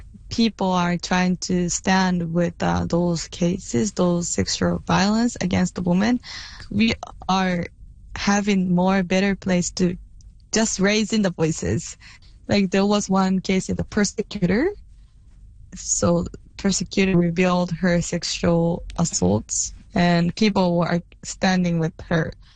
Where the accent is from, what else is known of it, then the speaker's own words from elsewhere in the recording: Chatan, Okinawa, Japan; I'm from a little town called Chatan, where the more than half of the land is U.S. bases.